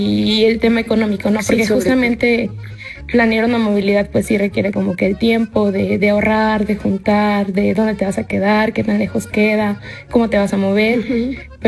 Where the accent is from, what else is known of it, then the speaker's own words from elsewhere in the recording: Monterrey, Nuevo León, Mexico; moved away as an adult; now in Hidalgo, Mexico; yo soy de la ciudad de Monterrey y estudio biología en la Universidad Autónoma de Nuevo León.